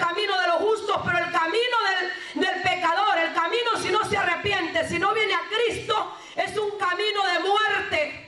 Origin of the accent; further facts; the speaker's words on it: El Salvador; le voy a hablar como salvadoreño